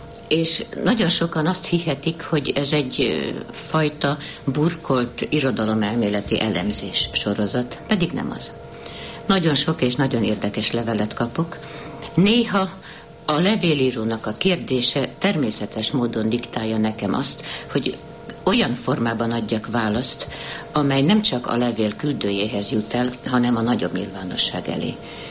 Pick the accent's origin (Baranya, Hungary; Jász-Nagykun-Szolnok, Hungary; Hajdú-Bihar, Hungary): Hajdú-Bihar, Hungary; Debrecen; born there; magyar vagyok, és nagyon ragaszkodom a szülővárosomhoz.